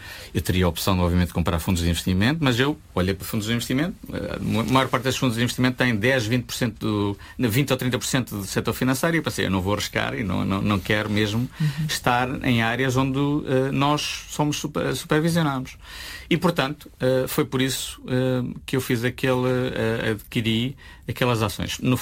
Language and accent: Portuguese; Viseu, Centro, Portugal; born there; Onde eu nasci e onde tenho grande parte da minha família.